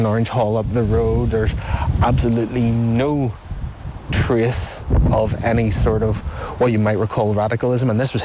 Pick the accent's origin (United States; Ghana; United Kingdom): United Kingdom; Moneyreagh, Northern Ireland; I was brought up in Moneyrae, a very typical Protestant upbringing with the Presbyterian Church, the BB. Very much there was a unionist tradition of the area.